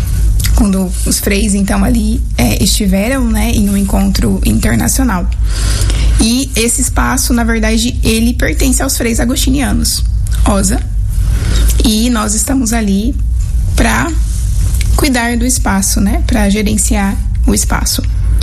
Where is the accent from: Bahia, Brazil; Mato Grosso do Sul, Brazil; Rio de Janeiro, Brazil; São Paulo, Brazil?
Mato Grosso do Sul, Brazil; Paranaíba; Eu sou natural de Paranaíba, no Mato Grosso do Sul. Uma terra muito boa, nós somos muito acolhedores.